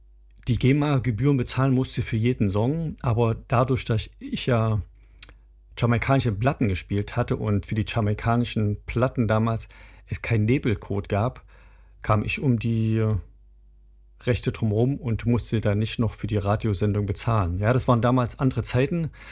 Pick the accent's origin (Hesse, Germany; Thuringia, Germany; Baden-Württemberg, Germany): Thuringia, Germany; Jena; in meiner Heimatstadt Jena, in der ich geboren bin.